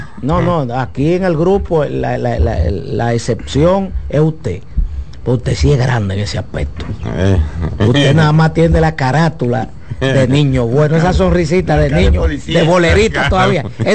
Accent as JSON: {"language": "Spanish", "country": "Dominican Republic", "said": "somos difíciles los dominicanos, hermano."}